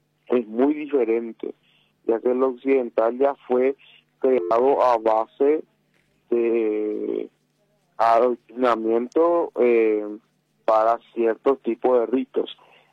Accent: Chaco, Paraguay; En mi pueblo, al menos en el Chaco, una religión influyó bastante en perder ese arraigo que teníamos en las costumbres

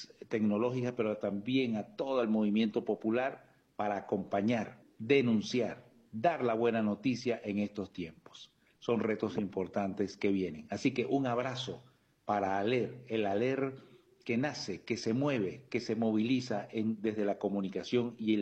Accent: Venezuela

